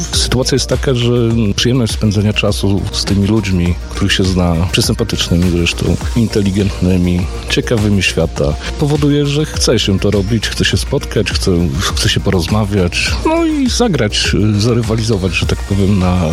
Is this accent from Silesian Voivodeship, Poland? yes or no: no; Włodawa, Lublin Voivodeship, Poland; Ja sam pochodzę z Włodawy.